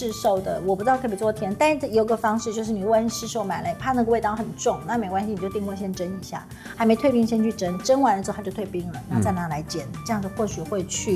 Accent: Taiwan; 他们知道我们来自台湾

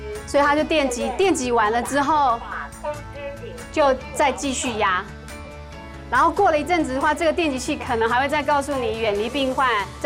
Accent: Central Mountain Range, Taiwan; 我是来自中央山脉的布农族。

